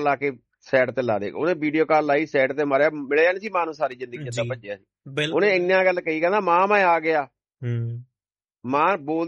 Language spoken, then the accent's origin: Punjabi; Punjab, India; ਮੈਂ ਪੰਜਾਬੀ ਹਾਂ